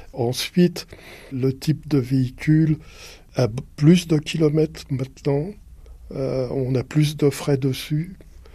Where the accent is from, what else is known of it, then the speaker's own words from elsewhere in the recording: Paris, Île-de-France, France; je suis parisien d'origine, c'est facile de dire on peut se passer de voiture.